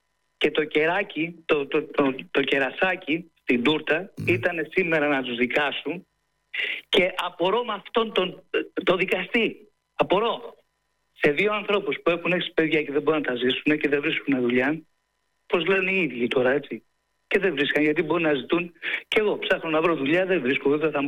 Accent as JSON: {"language": "Greek", "country": "Greece", "said": "Γιατί ειλικρινά από εχθές ντρέπουμε πιο πολύ που είμαι Έλληνας."}